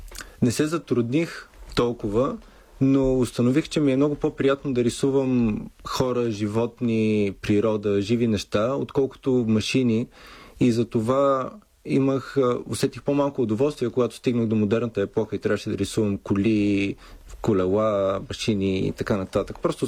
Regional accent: Brazil; Примерно полинезийската митология, или въпреки че съм от Бразилия, нищо не знаех и за бразилската митология.

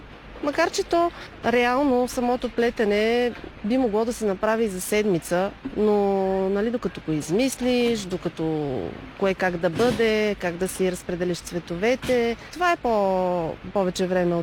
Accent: Blagoevgrad, Blagoevgrad Province, Bulgaria; съм от Благоевград.

